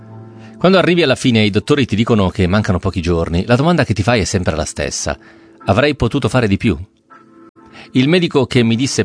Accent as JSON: {"language": "Italian", "town": "Como", "region": "Lombardy", "country": "Italy", "said": "Mio padre veniva da una famiglia povera. Noi siamo di Como."}